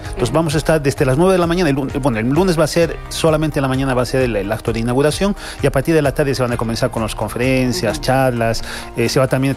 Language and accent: Spanish; Bolivia; todos somos bolivianos, todos nos deberíamos sentir bolivianos